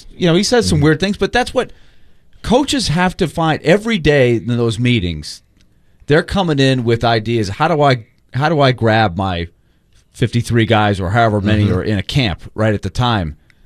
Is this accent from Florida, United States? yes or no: no; New York, United States; when I grew up in New York.